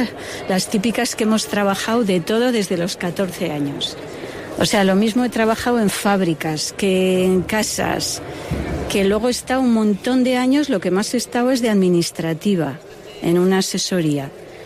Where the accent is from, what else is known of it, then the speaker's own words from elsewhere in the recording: Abaurrea Baja, Navarre, Spain; en 10 minuticos o menos estoy en mi pueblo, en Abaurrea Baja, sí.